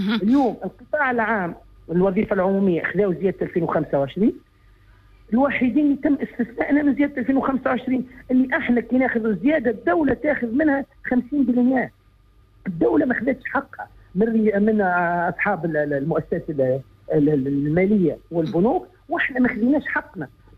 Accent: Gafsa, Gafsa Governorate, Tunisia; born there; إذاعة قفصة مسقط رأسي وبلد النضال وأبناء الخدامة

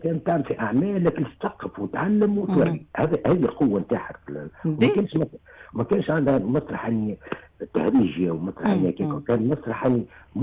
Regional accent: El Kef, Kef Governorate, Tunisia; moved away; أنا تمسكت نفسي، أنا والله ما اعتبر نفسي كافي، واليوم وغدا بعد غدا ما بعدت على جهة لمحالة لظروف تعامل إلى آخره، وديما نبقى جوهر الكافية وما بدلش لهجتي لا طبيعتي

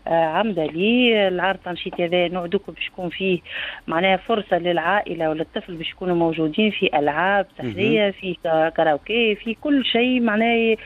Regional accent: Tunisia; أنا كامرأة تونسية وأيضا أنا عيد ميلادي فعلا معناها اليوم.

